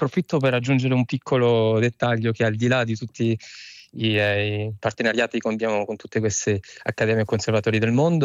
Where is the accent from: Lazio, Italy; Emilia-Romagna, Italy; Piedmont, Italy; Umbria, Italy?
Umbria, Italy; Spoleto; now in Paris, France; Spoleto, che è la mia città natale, che mi fa piacere di rivedere ogni anno. Sto proprio chiamando dall'aeroporto di Parigi, perché vivo a Parigi